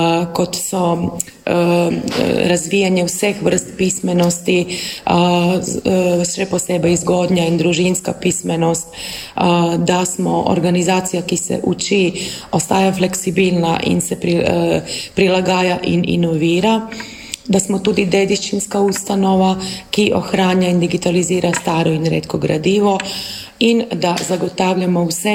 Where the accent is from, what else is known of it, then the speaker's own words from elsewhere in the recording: Karlovac, Karlovac County, Croatia; Slovenian is a second language; Jaz nisem Slovenka, jaz sem rojena na Hrvaškem in sem rojena v Karlovcu in v Karlovcu živim celo svoje življenje